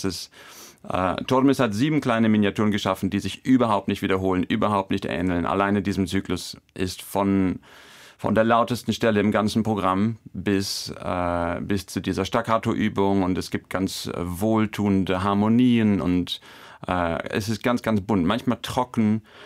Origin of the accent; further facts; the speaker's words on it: Lower Saxony, Germany; now in Cologne, Germany; Ich bin eigentlich ein totales Landei. Ich komme aus dem Emsland und bin dann nach Köln gezogen